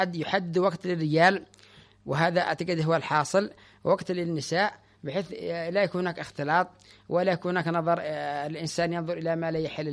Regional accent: Tihama, Yemen; إحنا نعرف كان عندنا في تهامة 2 يوم العرس فقط

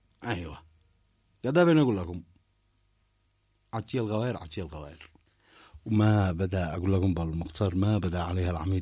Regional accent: Yemen; بلادنا اليمن

